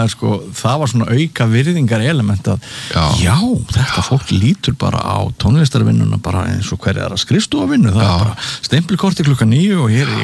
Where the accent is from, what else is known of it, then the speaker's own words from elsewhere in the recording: North Iceland, Iceland; sko, ég er að norðan